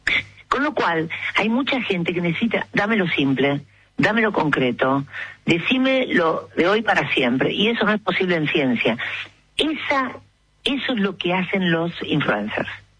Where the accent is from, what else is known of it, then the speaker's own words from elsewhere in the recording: Argentina; yo hablo de Argentina porque a mí me interesa mi gente.